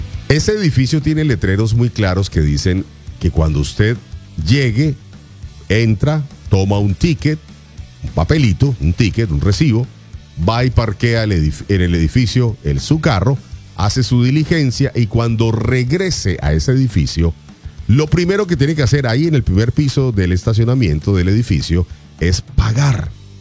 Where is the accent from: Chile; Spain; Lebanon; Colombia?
Colombia; moved away